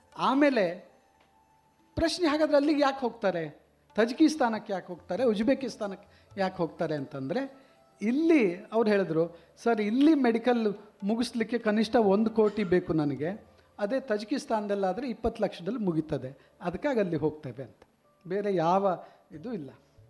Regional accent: Karnataka, India; moved away as an adult; also born or lived in Tajikistan / Oman; ನಾವಿರುವಾಗ ಅಲ್ಲಿ ಕನ್ನಡಿಗರು ಇದ್ದದ್ದು 1.5 ಜನ, ಒಬ್ಬ ನಾನು

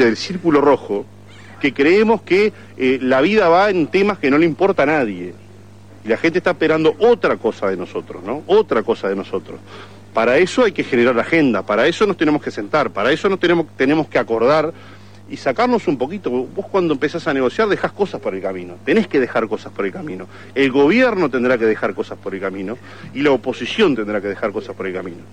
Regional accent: Uruguay

